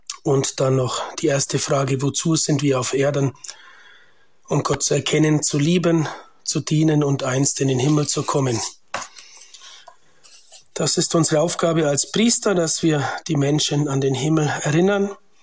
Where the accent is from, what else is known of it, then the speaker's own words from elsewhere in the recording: Bavaria, Germany; now in Liechtenstein; Sie hören … ich bin 48 Jahre alt, bin aus Bayern und wohne und arbeite als Diözesanpriester im kleinen Erzbistum Vaduz in Liechtenstein.